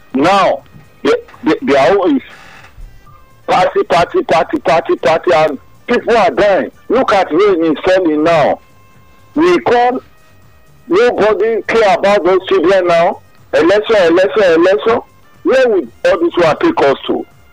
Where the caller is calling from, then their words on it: Badagry, Lagos, Nigeria; calling from Badagry.